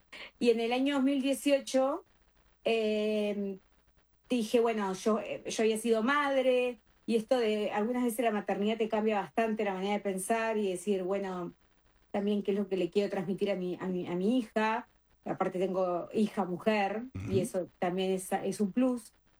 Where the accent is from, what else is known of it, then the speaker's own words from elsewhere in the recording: Cardona, Soriano, Uruguay; moved away as an adult; now in Playa Fomento, Uruguay; nací en Cardona, bueno, y me fui a vivir a Colonia La Rañada. O sea, viví en Colonia La Rañada toda la vida. Fui a la escuela y al liceo público ahí en Cardona. Y hoy en día vivo en Playa Fomento, que es cerca de Nueva Helvecia, para los que nos conocen, que es aquí en el departamento de Colonia.